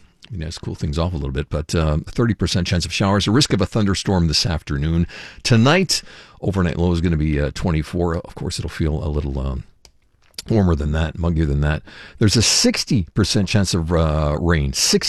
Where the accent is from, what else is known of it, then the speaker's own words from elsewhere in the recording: Montreal, Quebec, Canada; The last time I moved goes back to 1994. That's how long we've been in our house in Saint Laurent, where I grew up. We were living in a condo on Nuns Island, and then we moved to a house in 1994.